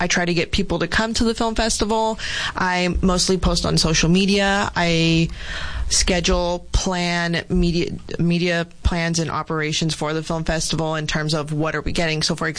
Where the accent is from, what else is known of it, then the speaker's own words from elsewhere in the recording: Somerton, Arizona, United States; I am from the Kokopa Indian tribe down in Somerton, Arizona.